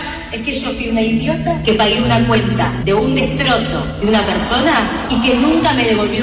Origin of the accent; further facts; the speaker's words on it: Argentina; Muy generosa como buena argentina.